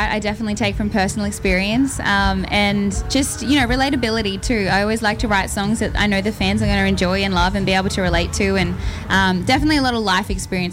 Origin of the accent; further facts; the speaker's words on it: Camden, New South Wales, Australia; I grew up in southwest Sydney in Camden, but I will always be an Aussie girl